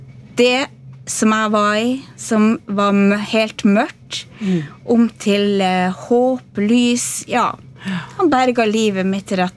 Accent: Northern Norway, Norway; moved away as an adult; now in Våler, Norway; Ja, jeg kan si det at som dere hører på dialekten, så er jeg en dame fra Nord-Norge.

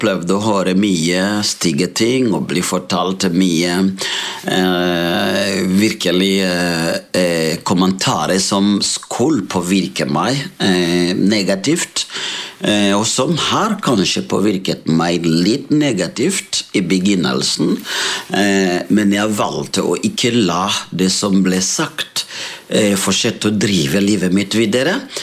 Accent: Burundi; Norwegian is a second language; now in Molde, Norway; Jeg kommer opprinnelig fra Burundi, men når folk spør meg sånn, jeg pleier å si at vi alle sammen er fra himmelen først og fremst, så gjennom Burundi da, da kom jeg til verden, fordi mine foreldre var fra Burundi.

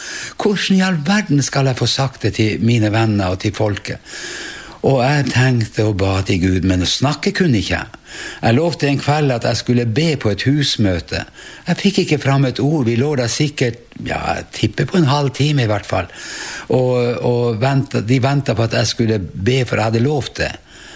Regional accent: Vestre Jakobselv, Finnmark, Norway; Jeg kommer ifra Finnmark, nærmeste byen Vadsø og bygda i Vestre Jakobselv. Og vår slekt kommer fra Finland og var blant de første som innflyttet til den bygda da.

